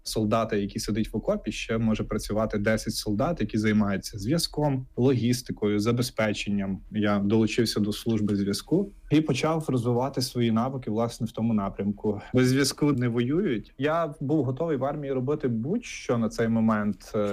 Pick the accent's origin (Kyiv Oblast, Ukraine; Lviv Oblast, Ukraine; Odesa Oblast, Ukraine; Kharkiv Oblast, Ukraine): Lviv Oblast, Ukraine; Skole district; я родом зі Сколівщини, Бойківський край